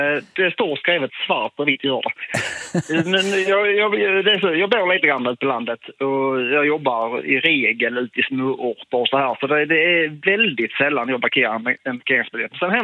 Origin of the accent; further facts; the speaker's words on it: Sweden; Det som händer med mig, jag är ju typisk svensk, så att jag blev lite som smått irriterad.